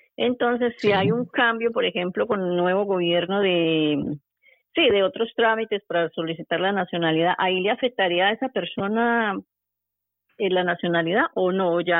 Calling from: Madrid, Community of Madrid, Spain; llamo de Madrid.

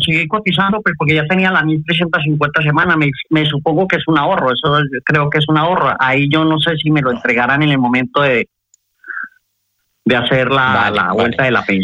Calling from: Bilbao, Basque Country, Spain; Yo estoy llamando otra vez de Bilbao

